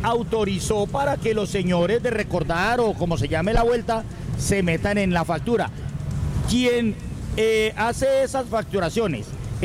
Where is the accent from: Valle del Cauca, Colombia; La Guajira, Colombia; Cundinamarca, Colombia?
Valle del Cauca, Colombia; Cali; como caleño y como usuario también hago mi reclamación.